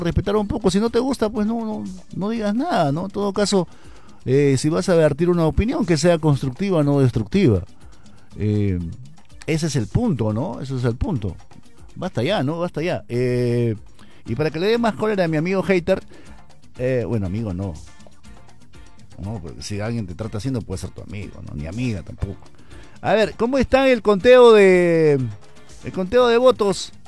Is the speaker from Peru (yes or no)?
yes; Peru